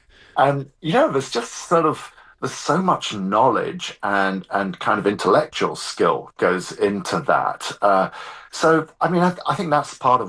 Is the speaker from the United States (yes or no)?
no; southern England, United Kingdom; moved away; also born or lived in London; I'm from Southern England, you know, which is not an area with stone walls.